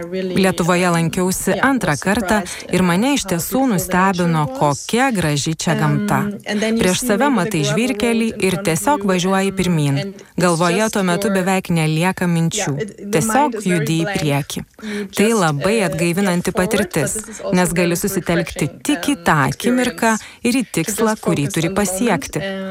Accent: Germany; Lithuanian is a second language; nei dėl to, kad esu vokietė.

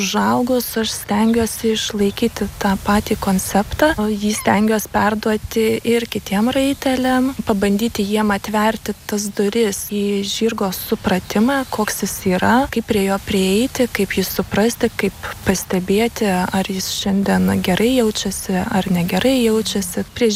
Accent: Garliava, Kaunas County, Lithuania; moved away as an adult; now in Prienai district, Lithuania; buvo toks tarpsnis, kai mes iš Garliavos kraustėmės ir mama atsikraustė čia į Prienų rajoną, o aš, kadangi buvau studentė, išsikrausčiau į Kauną.

